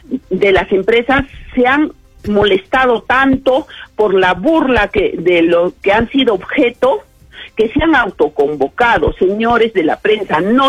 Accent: Arequipa, Peru; nosotros somos arequipeños

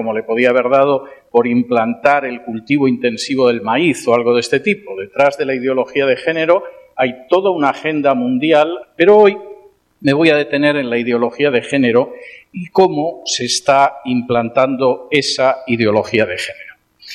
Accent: Spain

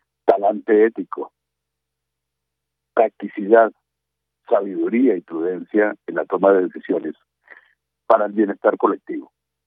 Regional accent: Colombia; todos somos colombianos

